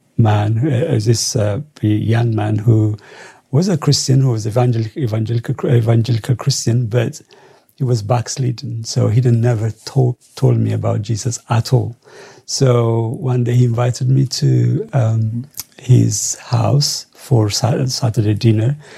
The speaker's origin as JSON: {"language": "English", "region": "Addis Ababa", "country": "Ethiopia", "tie": "born or raised there", "also_born_or_lived": "Jimma", "moved": "yes", "lives_now": "United Kingdom", "said": "So I was born in a place called Jimma, which is, I think, 300 kilometers outside of Addis, the capital city. But I grew up in Addis, in the capital, until I came to Britain."}